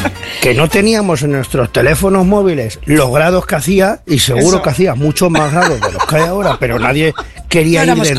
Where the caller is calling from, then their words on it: Valencia, Valencian Community, Spain; Y soy de Valencia, sí, pero sí. Estoy en Ciudad Real, en Piedra Buena.